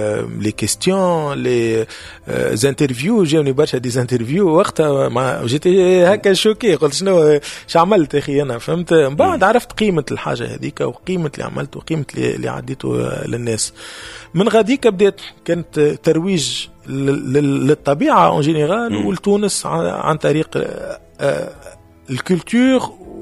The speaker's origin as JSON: {"language": "Arabic", "country": "Tunisia"}